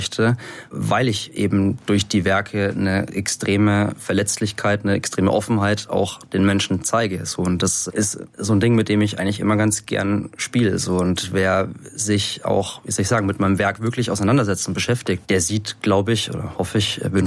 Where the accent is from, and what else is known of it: Schweinfurt, Bavaria, Germany; born or raised there